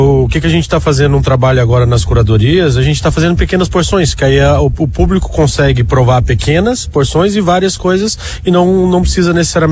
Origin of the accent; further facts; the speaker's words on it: Goiás, Brazil; sou goiano, um goiano, ítalo